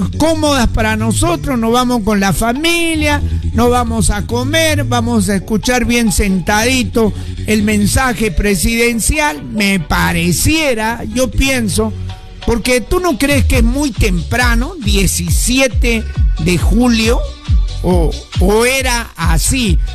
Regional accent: La Joya, Arequipa, Peru; born there; yo pertenezco a La Joya, porque soy de La Joya, soy nacido acá

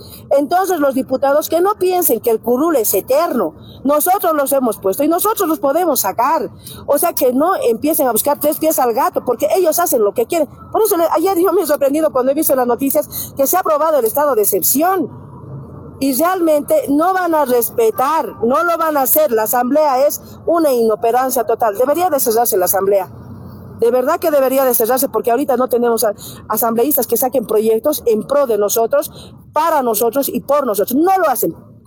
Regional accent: Bolivia; somos pueblo y nosotros somos bolivianos

